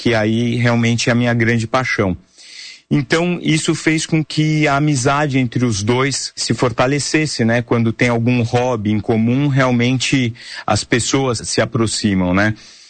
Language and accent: Portuguese; São Paulo, Brazil; minha família é aqui de São Paulo, né? Fui criado aqui em São Paulo.